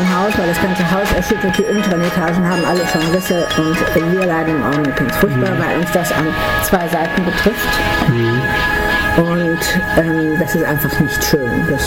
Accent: Düsseldorf, North Rhine-Westphalia, Germany; also born or lived in Norway; Und ich komme aus dem Rheinland, aus Düsseldorf, und da regnet es ja recht häufig.

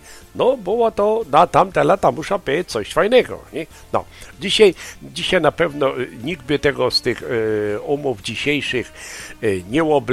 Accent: Silesian Voivodeship, Poland

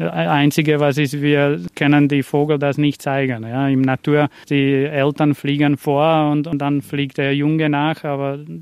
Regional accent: Slovakia; now in Rauris, Austria; Genau, ich habe mit 14 Jahren angefangen mit den Greifvogelarbeiten. Bei uns in der Slowakei, das ist wahrscheinlich d

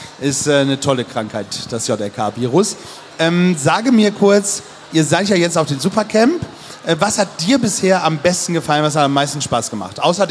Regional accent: Bremerhaven, Bremen, Germany; wir kommen ja aus Bremerhaven.

